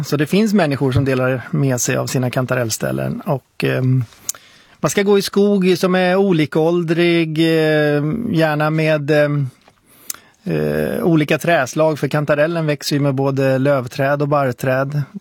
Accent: Sweden; Jag är svensk, det är hemligt.

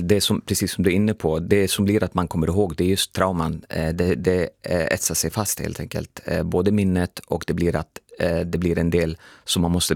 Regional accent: Sundsvall, Västernorrland County, Sweden; born there; moved away; also born or lived in Lebanon / Uppsala; Jag är nämligen uppvuxen i Sundsvall. Och där bodde vi fram till 98, tills vi flyttade till Uppsala då.

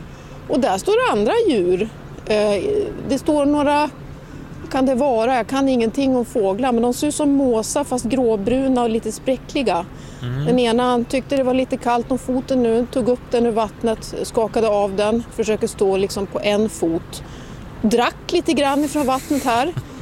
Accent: Sweden; Jag är uppväxt på Gryta

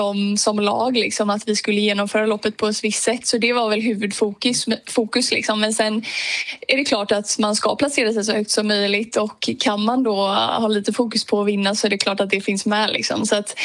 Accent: Öland, Kalmar County, Sweden; now in Netherlands; Ja, på sommaren saknar man verkligen Öland. Det blir väldigt varmt här i Holland

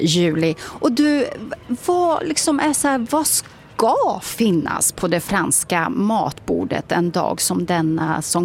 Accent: Skåne, Sweden; accent: Scanian (skånska); jag ber om ursäkt för min skånska.

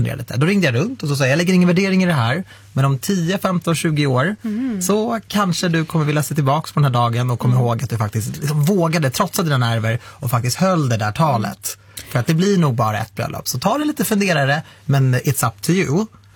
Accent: Iran; Ja, jag är ju iranier. Du vet det där.

